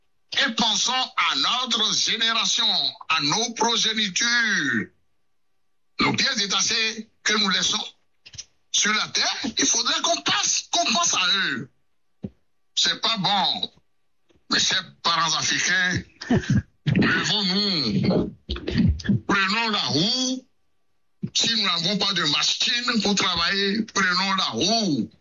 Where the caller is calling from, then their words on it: Benin; chez nous, au Bénin